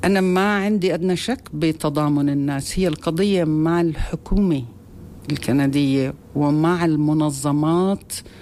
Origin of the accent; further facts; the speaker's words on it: Palestine; يعني أنا فلسطينية، الإسرائيليين طخوني ورايحة أعمل بحث